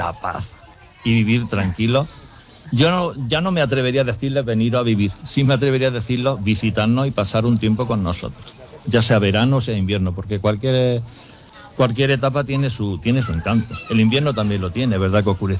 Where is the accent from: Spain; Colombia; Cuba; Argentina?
Spain